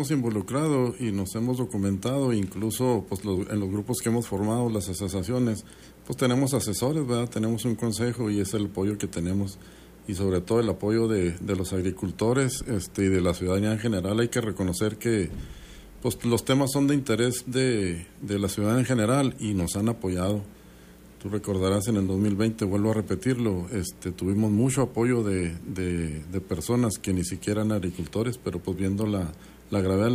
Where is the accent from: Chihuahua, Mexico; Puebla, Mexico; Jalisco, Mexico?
Chihuahua, Mexico; Estación Consuelo; born there; soy nacido en Estación Consuelo y radico actualmente en la carretera 47